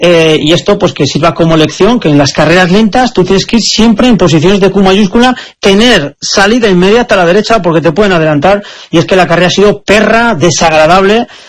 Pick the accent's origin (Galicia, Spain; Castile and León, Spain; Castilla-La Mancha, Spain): Castile and León, Spain; Aranda de Duero; además en mi pueblo, en Aranda de Duero, en la milla